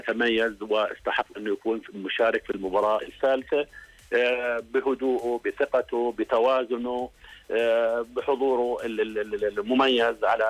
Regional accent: Jordan; احنا الشارع الرياضي عندنا في الأردن وحتى كل الشعب الأردني مهتم

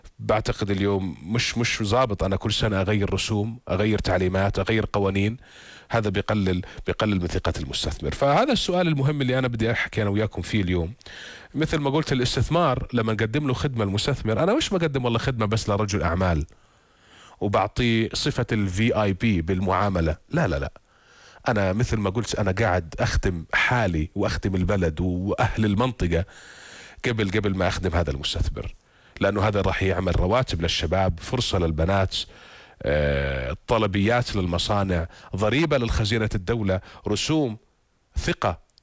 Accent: Jordan

